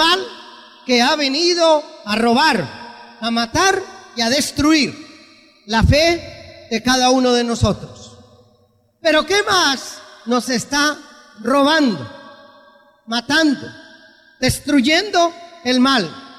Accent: Colombia; 20 intelectuales de mi país, en Colombia, dan las razones por las cuales son ateos.

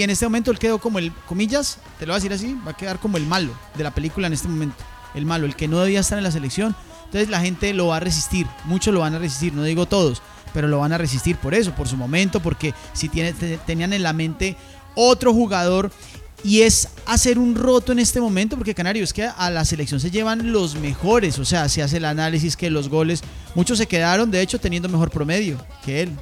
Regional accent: Colombia

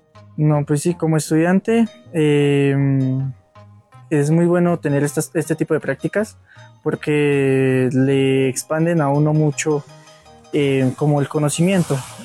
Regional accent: Cucaita, Boyacá, Colombia; vengo del municipio de Cucaita, de la vereda Pijaos.

